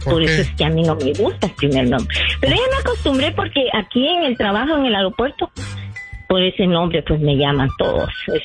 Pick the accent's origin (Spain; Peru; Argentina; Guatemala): Guatemala; moved away; Así decimos en Guate, ¿verdad?